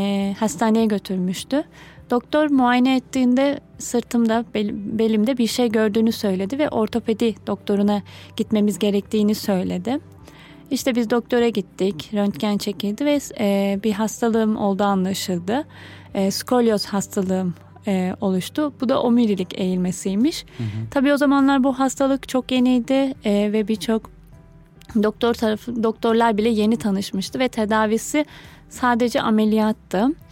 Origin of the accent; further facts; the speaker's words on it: Kahramanmaraş, Turkey; 29 yaşındayım. Evliyim, Kahramanmaraşlıyım.